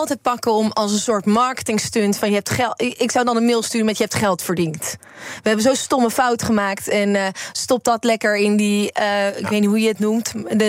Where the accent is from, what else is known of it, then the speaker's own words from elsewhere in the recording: Netherlands; wij als Nederlanders